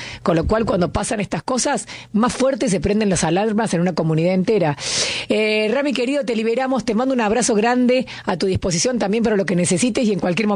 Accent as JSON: {"language": "Spanish", "region": "Córdoba", "country": "Argentina", "said": "Una localidad chica, te digo, yo que soy cordobés, es una localidad sí. chica"}